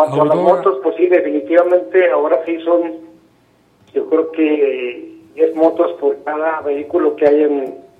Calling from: Zacatecas, Mexico; yo soy de Zacatecas

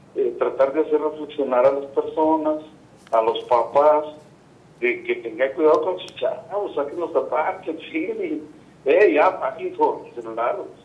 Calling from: Fresnillo, Zacatecas, Mexico; Yo de aquí de Fresnillo

